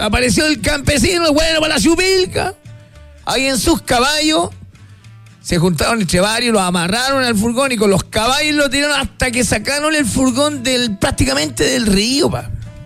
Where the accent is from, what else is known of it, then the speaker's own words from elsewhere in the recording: Chile; solidarios como somos los chilenos